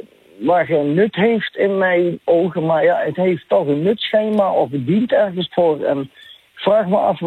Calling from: Beek en Donk, North Brabant, Netherlands; Ik kom zelf uit Beekendonk, trouwens.

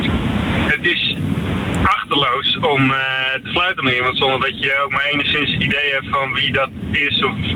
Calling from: Veenendaal, Utrecht, Netherlands; Ik kom uit Veenendaal.

